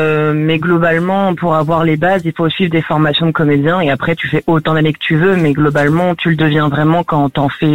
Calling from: Paris, Île-de-France, France; je viens de Paris.

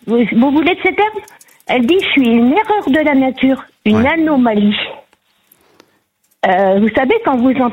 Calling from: Auvergne-Rhône-Alpes, France; je suis en Savoie

